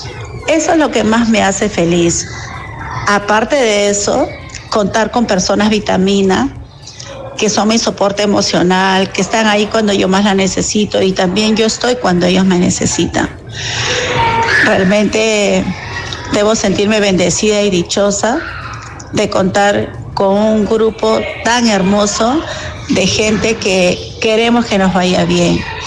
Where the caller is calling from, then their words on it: Lima, Peru; de Cercado de Lima.